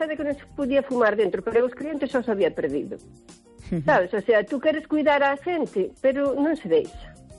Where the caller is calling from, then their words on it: O Carballiño, Galicia, Spain; de Carballiño.